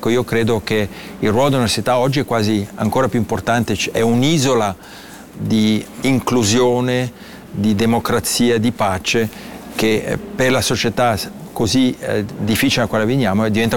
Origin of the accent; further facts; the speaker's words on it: Ticino, Switzerland; moved away as an adult; Io vengo dal Ticino, sono cresciuto in Ticino